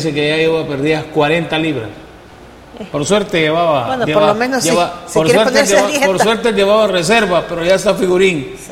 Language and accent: Spanish; Honduras